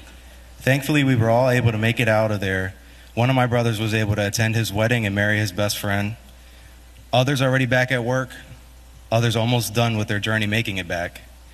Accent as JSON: {"language": "English", "town": "Philadelphia", "region": "Pennsylvania", "country": "United States", "tie": "born or raised there", "said": "Growing up in Hunting Park"}